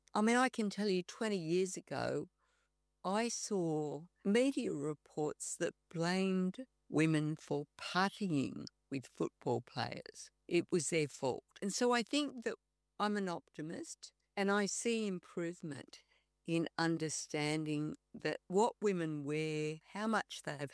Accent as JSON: {"language": "English", "town": "Newcastle", "region": "New South Wales", "country": "Australia", "tie": "born or raised there", "said": "I mean, I come from a working class background. I grew up in Newcastle and I'm proud of being from Newcastle."}